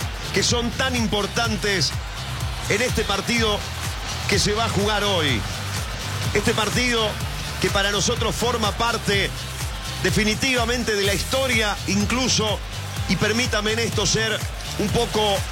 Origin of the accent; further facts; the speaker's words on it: Argentina; Soy argentino, amigos, y armenio a la vez.